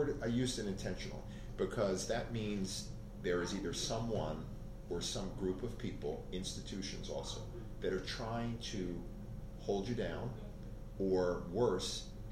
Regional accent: New Jersey, United States; born there; also born or lived in Philadelphia, Pennsylvania; Yeah, so we grew up originally in Philadelphia and then grew up in South Jersey. And at the time, back in the day, we struggled a little bit because we integrated a neighborhood. And so we went from an all-black community in Philadelphia to an all-white community

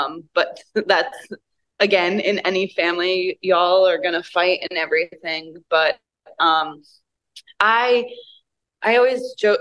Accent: New Jersey, United States; I am from New Jersey. I come from a relatively large Italian family.

